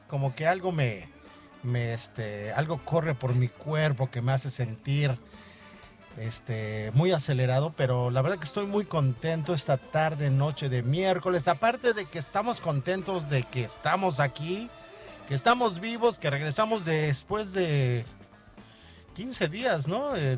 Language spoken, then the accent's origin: Spanish; Mexico; nosotros como mexicanos lo disfrutamos.